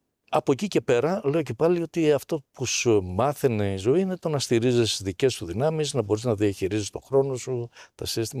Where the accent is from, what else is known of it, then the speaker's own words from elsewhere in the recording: Peloponnese, Greece; Μεγάλωσα στο Μάνερ Αρκαδίας καταρχάς.